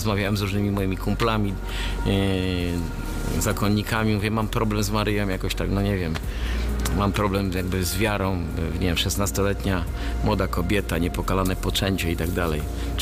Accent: Częstochowa, Silesian Voivodeship, Poland; born there; moja rodzina pochodzi od kilku pokoleń z Częstochowy. Właściwie urodziłem się tutaj pod egidą klasztoru

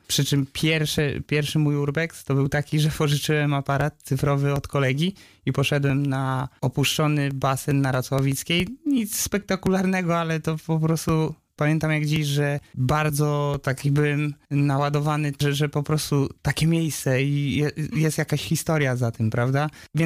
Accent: Wrocław, Lower Silesian Voivodeship, Poland; napisałem, że też jestem z Wrocławia

